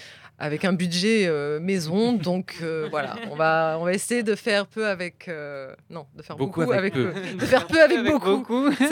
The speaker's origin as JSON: {"language": "French", "region": "Southern France", "country": "France", "moved": "yes", "said": "Je suis du Sud. Je viens du Sud, oui."}